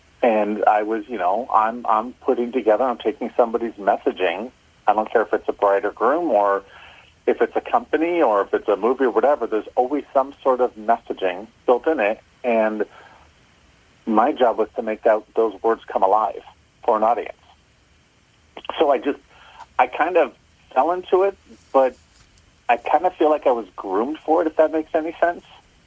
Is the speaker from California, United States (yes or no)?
yes; San Francisco, California, United States; On paper, I grew up in San Francisco. On paper, born and raised San Francisco. I think I'm one of the last remaining 7.